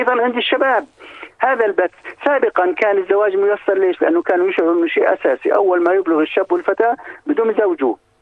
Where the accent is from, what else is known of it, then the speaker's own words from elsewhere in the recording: Jordan; بنلوم دائما الدولة سواء عندنا في الأردن او غيرنا